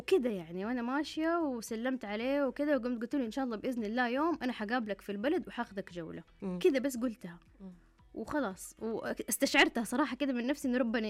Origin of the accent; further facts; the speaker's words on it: Saudi Arabia; عندنا في السعودية